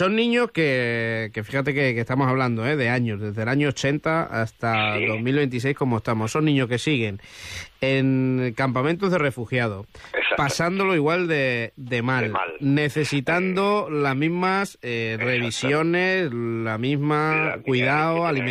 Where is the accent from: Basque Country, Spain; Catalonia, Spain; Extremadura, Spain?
Extremadura, Spain; Y eso que nosotros venimos de Extremadura, que hace calor, pero vamos, no tiene nada que ver.